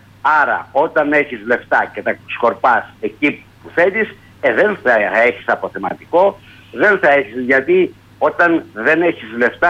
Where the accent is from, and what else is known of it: Greece